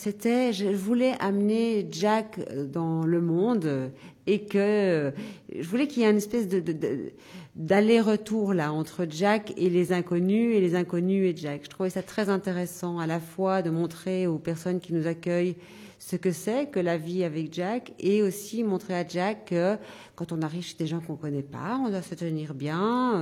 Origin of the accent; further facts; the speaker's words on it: Belgium; Un cuistax chez nous en Belgique.